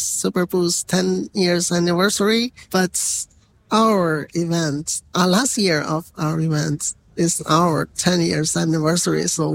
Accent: Beijing, China; English is a second language; Hello, everyone. … from Beijing, China.

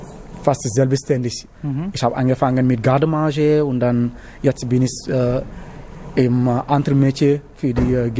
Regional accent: Dakar, Senegal; German is a second language; now in Germany; Ja, ich komme genau da im Hauptstadt, also in eine Teile in der Stadtviertel.

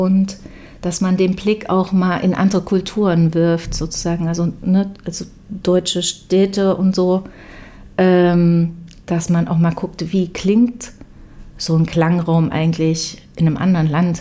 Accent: Weimar, Thuringia, Germany; Ich komme ja aus Weimar, da ist das schon bekannt, einfach auch durch die Uni.

